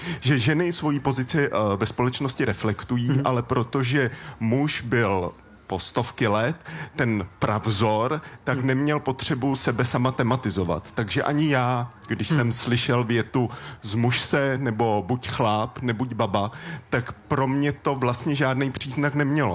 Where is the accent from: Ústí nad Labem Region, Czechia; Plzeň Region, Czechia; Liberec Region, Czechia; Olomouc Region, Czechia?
Plzeň Region, Czechia; Stříbro; Vyrůstal jsem ve Stříbře na Tachovsku